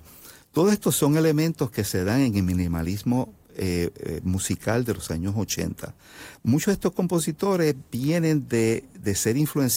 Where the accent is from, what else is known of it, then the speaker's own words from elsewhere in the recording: Puerto Rico; Yo vengo de Puerto Rico, vengo del Caribe